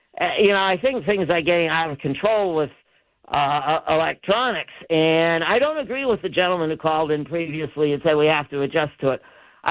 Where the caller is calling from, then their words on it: York, Maine, United States; I live 500 meters from Nubble Light.